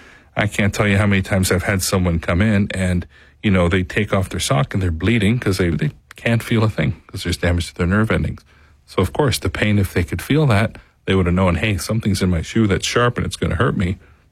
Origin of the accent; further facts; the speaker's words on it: Canada; I am from Canada. I grew up north of here, but yeah.